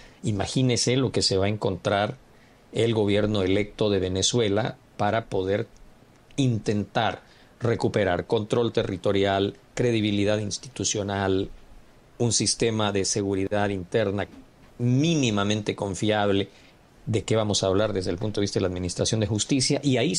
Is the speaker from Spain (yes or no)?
no; Bolivia; lo digo como boliviano de origen